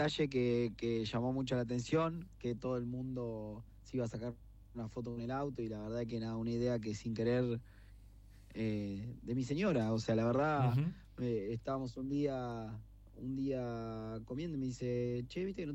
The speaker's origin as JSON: {"language": "Spanish", "region": "Tierra del Fuego", "country": "Argentina", "said": "nosotros acá de Tierra del Fuego"}